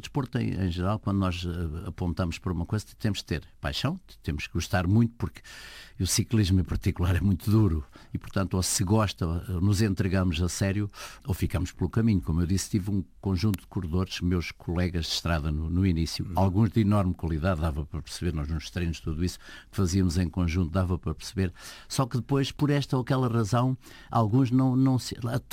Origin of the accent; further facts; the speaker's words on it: Pontével, Lisbon, Portugal; lá da minha terra, do Pontevel, de onde eu sou naturalmente